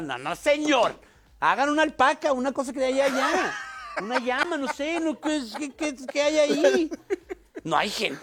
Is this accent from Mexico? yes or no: yes; Mexico; Pero uno está educadísimo, o no, como mexicano, uno está educadísimo.